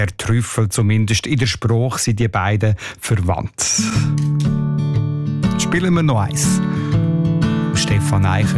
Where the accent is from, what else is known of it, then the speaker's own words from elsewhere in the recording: Switzerland; accent: Swiss German; So unterschiedliche Namen gibt es für Hördöpfel auch in unserem Dialekt. Und ganz speziell daran, das Wort Hördöpfel, das ist ein Wort, das wir nur in der Schweiz eigentlich können.